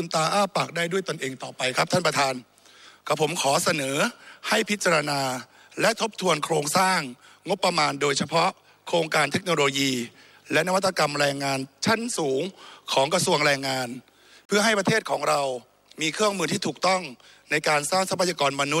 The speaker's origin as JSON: {"language": "Thai", "region": "Kalasin", "country": "Thailand", "tie": "born or raised there", "said": "เดิมผมเองเป็นคนกรสินเกิดที่จังหวัดกรสินโตที่กรสิน"}